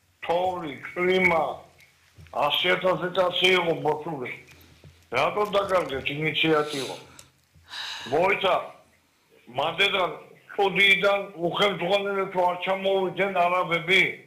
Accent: Batumi, Adjara, Georgia; მე ბათუმელი ვარ.

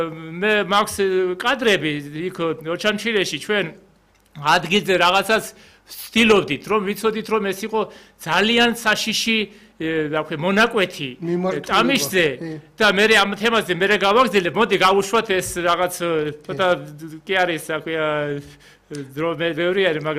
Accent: Western Georgia, Georgia; მე თვითონ დასავლეთიდან ვარ

